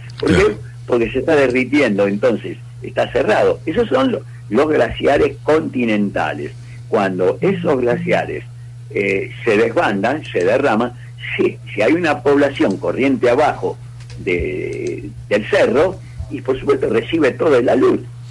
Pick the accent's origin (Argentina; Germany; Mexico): Argentina; Pero es que, bueno, somos argentinos y hablamos así.